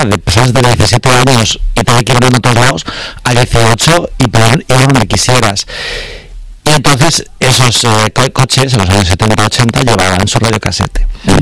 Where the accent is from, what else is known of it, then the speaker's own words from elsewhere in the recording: Alcorcón, Community of Madrid, Spain; cuando decían ¿tú de dónde eres? Yo decía Alcorcón, la gente era como ¿sabes? En plan, como les parecía gracioso, cero de Alcorcón, lo que pasa, en plan, para mí ser de Alcorcón era normal.